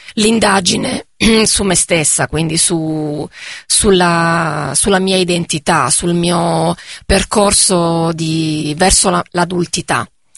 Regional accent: Taranto, Apulia, Italy; Taranto. È Taranto, la mia città natale. Il dialetto è un dialetto molto cupo, un dialetto sordo, un dialetto gutturale, con molte consonanti.

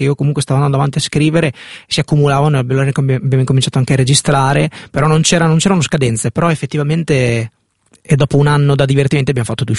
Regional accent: Cesena, Emilia-Romagna, Italy; Ieri sera ero a suonare a Salò e poi sono venuto direttamente da Milano, però vengo da Cesena.

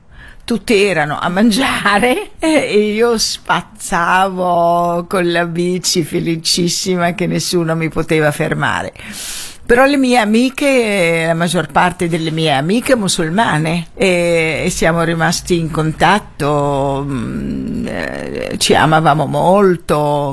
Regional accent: Gaza, Gaza Strip, Palestine; moved away as an adult; Ma nessuno di noi è in realtà originari di Gaza, ma io sono nata e cresciuta a Gaza, io mi considero di palestinese di Gaza, ovviamente.

